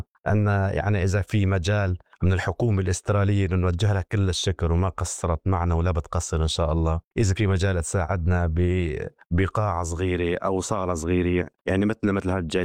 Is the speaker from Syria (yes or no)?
yes; Syria; now in Shepparton, Australia; وأهالينا وأهالي الجالية السورية اللي بمدينة شبرتون كتير تضرروا يلي عايشين بسوريا وبتركيا